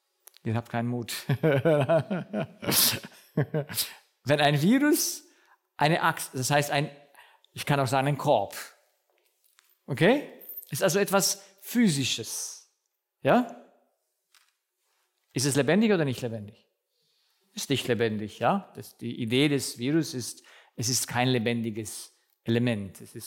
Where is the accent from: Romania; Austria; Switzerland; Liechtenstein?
Romania; moved away as an adult; now in Germany; ich war, also in Rumänien, bis ich 19 Jahre alt war, bis wir nach Deutschland gekommen sind, damals in die Bundesrepublik